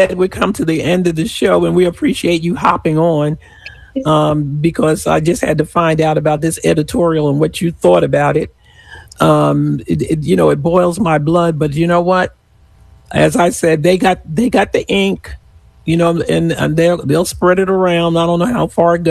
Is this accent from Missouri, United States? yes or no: no; New York, United States; As a New Yorker